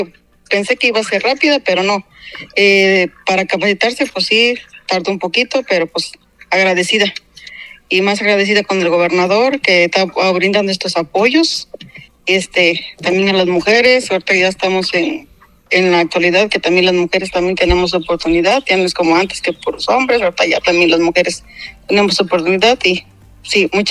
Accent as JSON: {"language": "Spanish", "town": "Tecomatlán", "region": "Puebla", "country": "Mexico", "said": "Buenas tardes … vengo de Tecomatlán, y vine aquí a capacitarme para sacar mi licencia."}